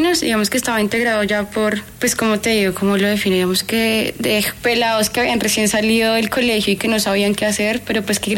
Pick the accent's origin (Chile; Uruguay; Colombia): Colombia; Bogotá; Viví y crecí en el Codito toda mi vida